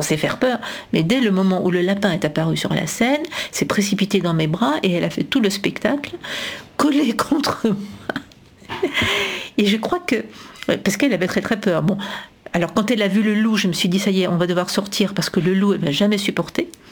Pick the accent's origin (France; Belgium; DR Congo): Belgium; je suis belge